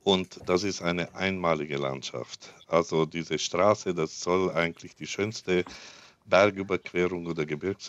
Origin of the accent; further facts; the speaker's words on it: Transylvania, Romania; moved away; ich bin vor 45 Jahren selber aus Siebenbürgen, also Siebenbürger Sachsen, ausgewandert und habe eigentlich Rumänien nie so kennengelernt